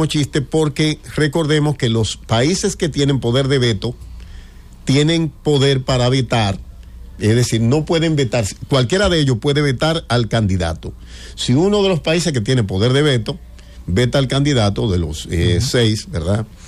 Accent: Dominican Republic

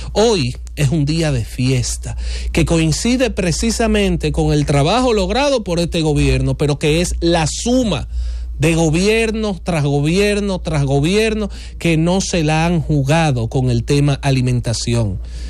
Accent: Dominican Republic

